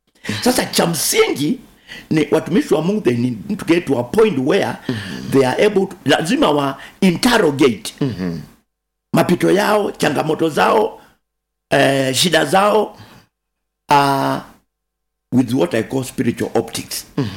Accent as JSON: {"language": "Swahili", "country": "Kenya", "said": "Kamwambia mimi ni Kenya."}